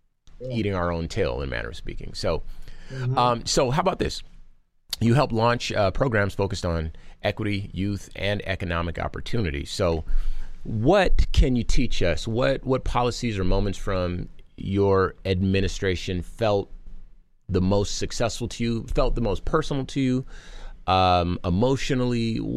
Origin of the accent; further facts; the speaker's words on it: Compton, California, United States; So I'm from Compton, California, right? My mom was on dope. My dad was on dope. I come from it too.